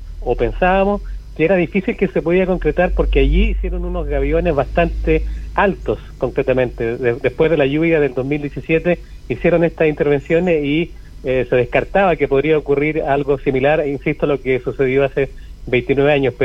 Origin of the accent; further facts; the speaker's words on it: Chile; somos chilenos